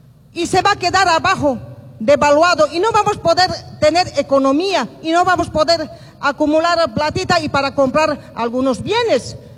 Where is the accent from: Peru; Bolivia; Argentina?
Bolivia; nuestros derechos que nosotros tenemos en nuestro país como bolivianos.